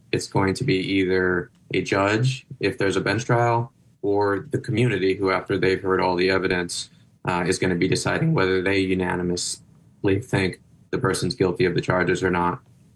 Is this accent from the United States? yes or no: yes; Phoenix, Arizona, United States; the environment I grew up in South Phoenix